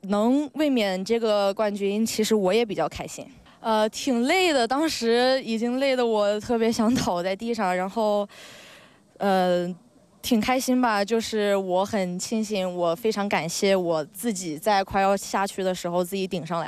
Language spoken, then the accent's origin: Chinese; Wuhan, Hubei, China; 因为其实我本身就是武汉长大的嘛，我就是本土这个本地人